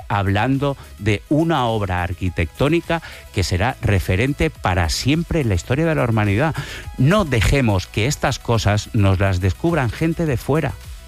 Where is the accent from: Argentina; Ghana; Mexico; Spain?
Spain; Sant Feliu de Llobregat, Catalonia; born there; es de mi pueblo, de San Feliu de Llobregat.